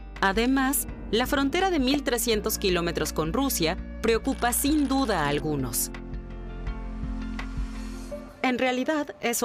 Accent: Finland; now in Berlin, Germany; soy actriz. Crecí en Finlandia, en un pequeño pueblo cerca del Círculo Polar Ártico. Desde hace más de 20 años, mi segunda patria es Berlín.

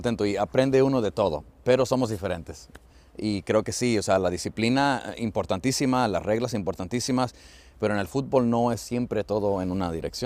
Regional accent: Mexico; now in Germany; yo como mexicano amo el fútbol.

